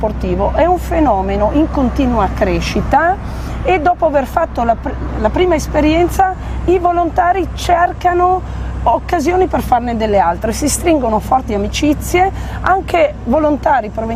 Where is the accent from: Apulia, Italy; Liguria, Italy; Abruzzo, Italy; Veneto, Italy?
Liguria, Italy; Imperia; Io sono di Imperia.